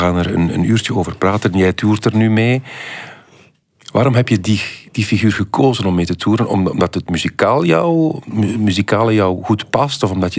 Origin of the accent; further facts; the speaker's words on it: Melsele, East Flanders, Belgium; Ik ben ook van Melcelen, waar? In de Mops?